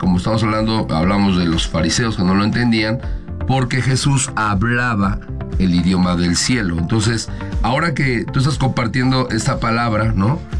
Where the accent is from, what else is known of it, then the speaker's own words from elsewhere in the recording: Mexico City, Mexico; accent: caló de la Colonia Obrera; yo vengo de la Obrera, de la Colonia Obrera. Soy de la Colonia Obrera, sé hablar el caló de la Colonia Obrera